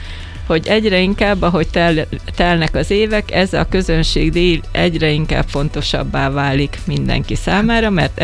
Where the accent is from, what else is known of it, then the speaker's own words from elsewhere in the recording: Hungary; megmutattam velük, hogy magyar vagyok